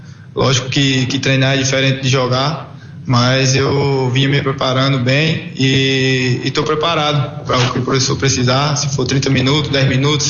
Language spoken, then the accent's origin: Portuguese; Paraíba, Brazil; moved away as an adult; Eu vim da Paraíba novo, 19 anos, para o sub-20 do Capivariano